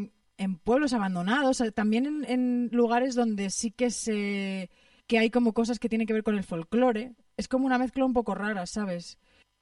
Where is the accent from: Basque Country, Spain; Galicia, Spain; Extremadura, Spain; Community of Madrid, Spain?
Extremadura, Spain; en mi zona de Extremadura, o sea, en mi pueblo